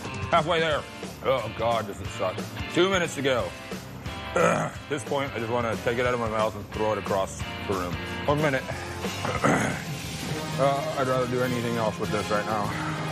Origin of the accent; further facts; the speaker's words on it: Houston, Texas, United States; Houston's my hometown, born and raised, and I wanted to bring something that the culture in Houston really, really demands. It's just part of being a Texan, is you gotta love it hot and spicy.